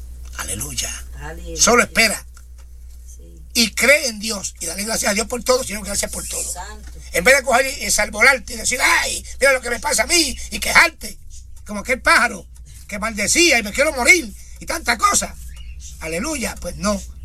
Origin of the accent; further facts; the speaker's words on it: Corozal, Puerto Rico; En mi pueblo, en Corozal.